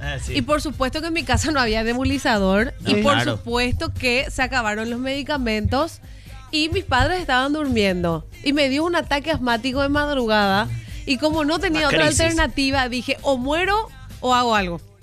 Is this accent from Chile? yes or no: no; Paraguay; Así somos los paraguayos, señoras y señores.